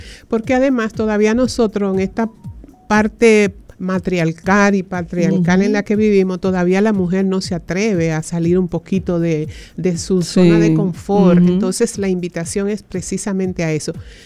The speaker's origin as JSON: {"language": "Spanish", "region": "Puerto Plata", "country": "Dominican Republic", "tie": "born or raised there", "said": "yo era una niña, yo soy de Puerto Plata, y yo vivía ahí en el pie del fuerte, al subir la fortaleza, ahí fue donde nací."}